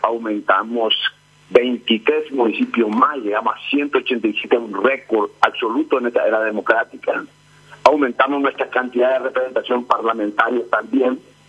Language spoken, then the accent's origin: Spanish; Coronel Oviedo, Caaguazú, Paraguay; yo soy de Coronel Oviedo.